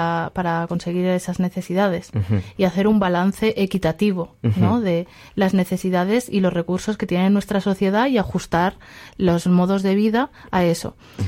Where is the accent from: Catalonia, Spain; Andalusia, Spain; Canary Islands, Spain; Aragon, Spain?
Aragon, Spain; yo de donde vengo, que es de la región de Aragón, en España